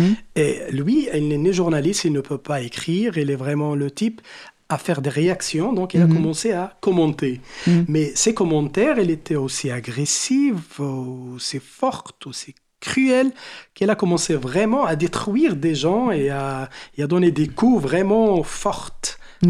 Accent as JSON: {"language": "French", "country": "Morocco", "said": "Pourquoi chez nous, au Maroc, on a pas mal de gens comme ça, agressifs, qui en veut les autres"}